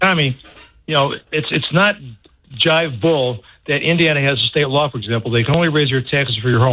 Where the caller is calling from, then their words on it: San Pedro Sula, Cortés, Honduras; Well, because of the magic of cell radio and satellite, I'm calling you from San Pedro Sula, Honduras.